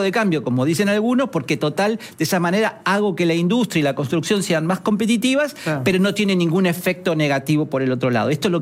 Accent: Argentina; Te transmite una paz que los argentinos no tenemos. ¿Viste esa intensidad que tenemos nosotros para hablar, para organizar? Somos medio italianos en todo sentido.

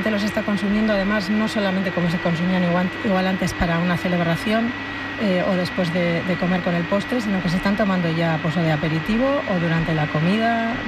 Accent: Zaratamo, Basque Country, Spain; estaba en mi pueblo, en Zarátamo

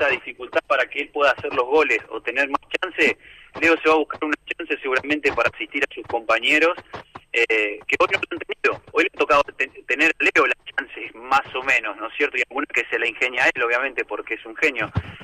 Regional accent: Argentina; como argentinos muchas veces siempre sentimos que tenemos la obligación de defender algo

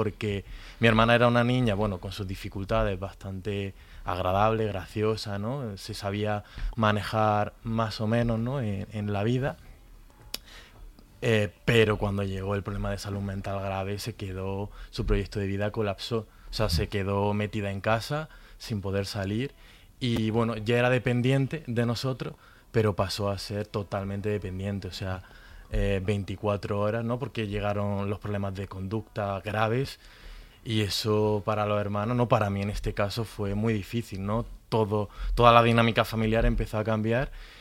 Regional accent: Granada, Andalusia, Spain

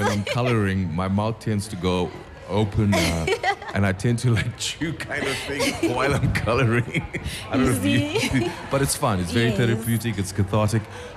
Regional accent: South Africa; So I'm just thinking back, growing up in South Africa during apartheid

